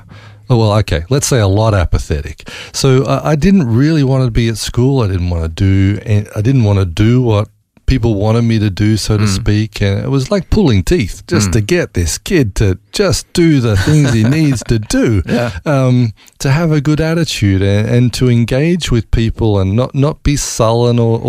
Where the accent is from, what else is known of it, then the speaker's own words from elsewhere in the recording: Parkes, New South Wales, Australia; born there; also born or lived in Ningen; then we moved from Ningen to a little place called Parkes, which is, again, in central New South Wales. And mm-hmm. It was more the place where Mum and Dad grew up as children.